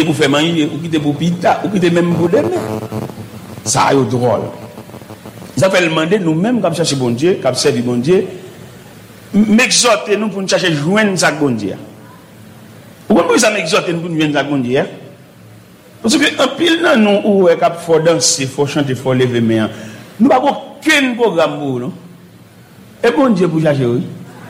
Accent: Haiti; Nous venons encourager vous-même en tant qu'haïtien chrétien. Parce que nous-mêmes, haïtien chrétien

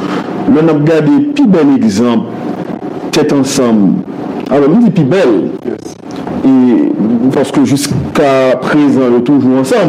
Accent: Haiti; En tant que haïtien, capelé de...

